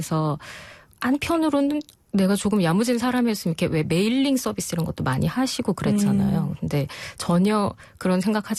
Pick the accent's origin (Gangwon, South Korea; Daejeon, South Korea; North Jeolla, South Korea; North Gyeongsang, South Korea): North Jeolla, South Korea; Gunsan; now in Seoul, South Korea; 서울에서 태어났고 지금은 이제 제가 40대가 되면서 서울에서 산 시간이 가장 길지만 딱 유치원부터 그 고3까지 유년기는 전체를 아빠 직장 때문에 전라북도 군산이라는 소도시에서 지냈어요.